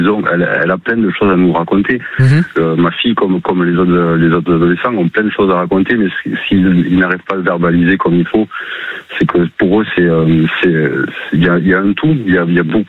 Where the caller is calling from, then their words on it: Muret, Occitanie, France; j'habite à Muret.